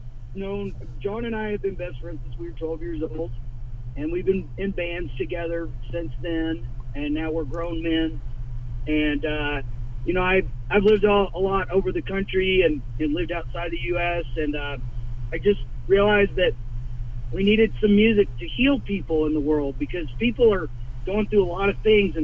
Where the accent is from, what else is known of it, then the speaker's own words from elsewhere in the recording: Georgia, United States; also born or lived in Tennessee; No, I was born in Tennessee and raised up in Georgia. And so we have a definite Southern, psychedelic Southern